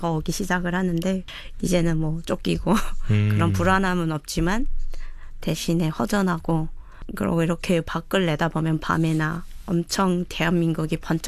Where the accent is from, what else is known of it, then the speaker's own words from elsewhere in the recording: North Korea; now in Gyeonggi Province, South Korea; 내 고향은 떠났고 내 부모 형제하고는 헤어졌지만 그 한반도의 반쪽에 난 항상 있다라는 그 마음 하나로 하나됨을 계속 느끼고 삽니다.